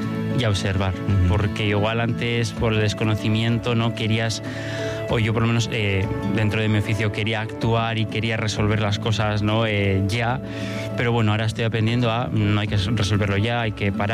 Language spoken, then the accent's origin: Spanish; Bilbao, Basque Country, Spain; Soy de Bilbao, sí. Pero bueno, toda mi familia es de Cantabria, es de Potes.